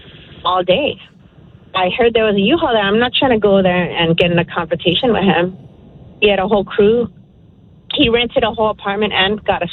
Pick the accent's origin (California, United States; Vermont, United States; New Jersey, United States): California, United States; Huntington Beach; Anyways, I'm from Huntington Beach.